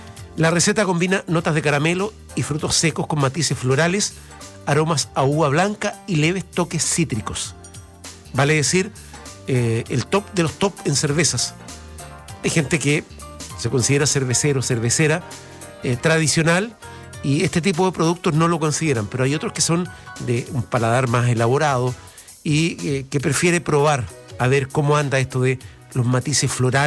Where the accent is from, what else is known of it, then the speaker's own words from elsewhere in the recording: Chile; Esto es porque nos damos como buenos chilenos y chilenas el gusto de comer cosas en casa.